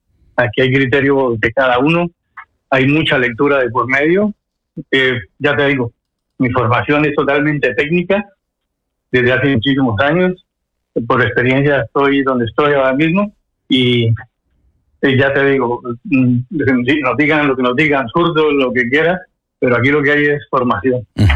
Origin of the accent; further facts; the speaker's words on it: Colombia; moved away as an adult; now in Spain; Y además, mi profesión vengo de Colombia, yo estudié en el SENA de Colombia, luego me formé en España